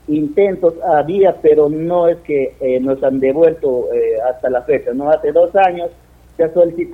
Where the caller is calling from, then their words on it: Bellavista, Pinto Recodo district, San Martín, Peru; Soy del caserío de Bellavista, jurisdicción del distrito Pinto Recodo.